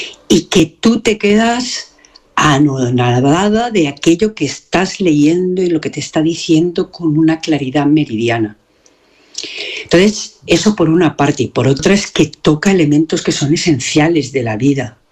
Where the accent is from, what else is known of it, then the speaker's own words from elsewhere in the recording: Pego, Valencian Community, Spain; moved away; la casa de mi pueblo, que es Pego